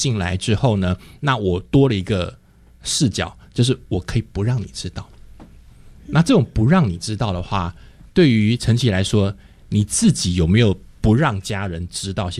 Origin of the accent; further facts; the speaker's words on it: Taichung, Taiwan; moved away as an adult; also born or lived in Taipei; 我是台中人，后来到了台北念书